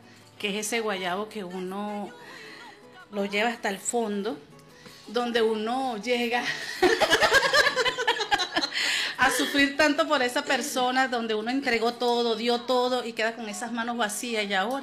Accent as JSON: {"language": "Spanish", "town": "Caracas", "region": "Capital District", "country": "Venezuela", "moved": "yes", "lives_now": "Píritu, Venezuela", "said": "ya no soy caraqueña, ya soy piriteña, claro, más de 30 años acá"}